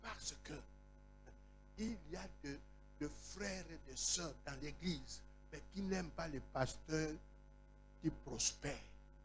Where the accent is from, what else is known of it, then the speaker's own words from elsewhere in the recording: Kinshasa, DR Congo; chez nous, à Kinshasa, moi je suis de Kinshasa